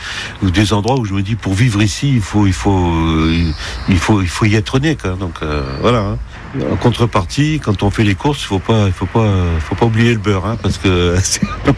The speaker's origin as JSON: {"language": "French", "country": "Algeria", "tie": "born there", "also_born_or_lived": "Montpellier", "said": "Je suis pas originaire de Nîmes, hein. Moi, je suis né en Algérie. Hein. J'ai fait mes études à Montpellier, hein."}